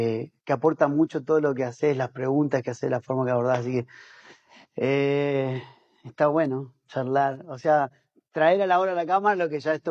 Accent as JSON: {"language": "Spanish", "town": "Azul", "region": "Buenos Aires Province", "country": "Argentina", "tie": "born there", "lives_now": "Córdoba, Argentina", "said": "Mis papás eran pastores, yo nací en Azul, Buenos Aires."}